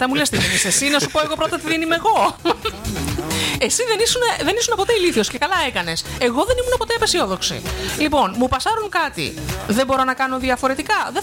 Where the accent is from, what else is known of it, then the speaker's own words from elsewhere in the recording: Greece; εμείς ως Έλληνες πολίτες